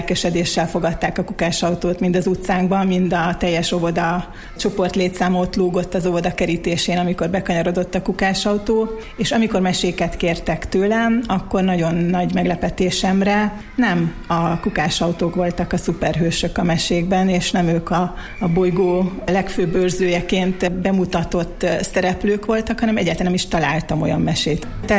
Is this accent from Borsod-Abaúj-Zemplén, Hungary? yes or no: yes; Miskolc, Borsod-Abaúj-Zemplén, Hungary; now in Norway; Még Norvégiából is nagy örömmel követtem figyelemmel, hogy mi zajlik a szülővárosomban, illetve még a gimnáziumot is itt jártam. Úgyhogy nagyon kedves számomra Miskolc